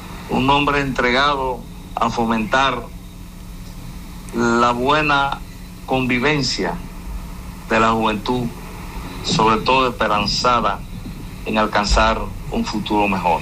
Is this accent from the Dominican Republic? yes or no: yes; Dominican Republic; como dominicano amante de los valores de la patria